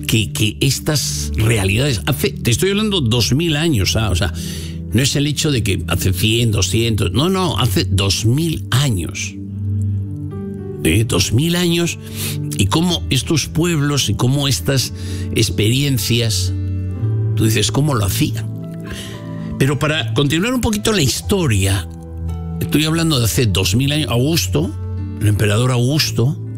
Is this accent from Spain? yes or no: yes; Castile and León, Spain; A la altura de mi pueblo. De mi pueblo y de otro pueblo que se llama Santiago del Molinillo.